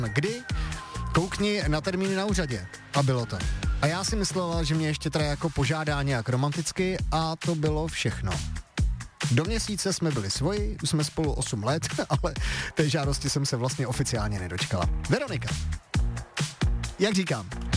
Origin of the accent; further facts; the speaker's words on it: Plzeň, Plzeň Region, Czechia; to já jako rodilej Plzeňák oceňuju